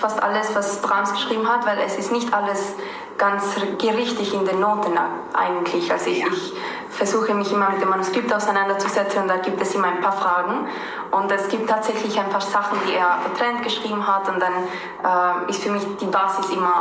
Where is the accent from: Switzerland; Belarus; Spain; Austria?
Spain; Granada, Andalusia; Und das ist aus meiner Heimatstadt, aus Granada.